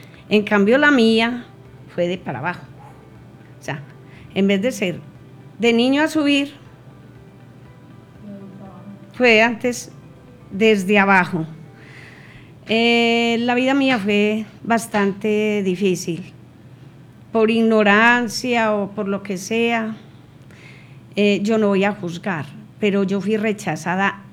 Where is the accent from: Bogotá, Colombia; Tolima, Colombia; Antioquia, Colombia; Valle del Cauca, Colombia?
Antioquia, Colombia; San Luis; born there; yo soy de Oriente Antioqueño, soy de San Luis.